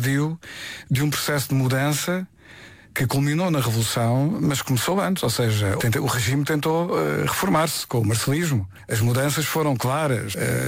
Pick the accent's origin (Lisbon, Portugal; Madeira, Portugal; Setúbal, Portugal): Setúbal, Portugal; Corresponde de Setúbal, uhum. Minha cidade natal.